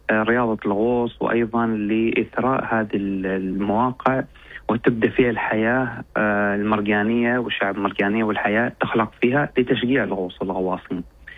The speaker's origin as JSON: {"language": "Arabic", "country": "Oman", "said": "عندنا في عمان"}